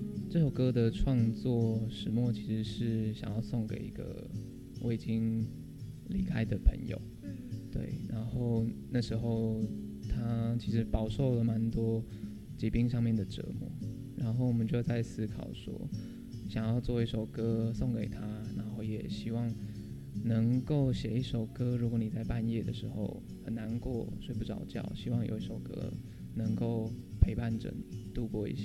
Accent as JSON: {"language": "Chinese", "country": "Taiwan", "first_language": "Taiwanese Hokkien", "said": "嗯，其实台语算是我的母语之一。"}